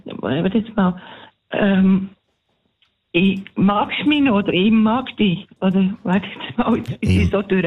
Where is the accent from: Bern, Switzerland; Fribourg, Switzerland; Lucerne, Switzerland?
Bern, Switzerland; Ich bin Bernerin.